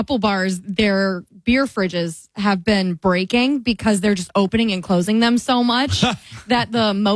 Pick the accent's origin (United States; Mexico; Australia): United States; Michigan; I feel like everywhere we went, we were like, we're visiting from Michigan.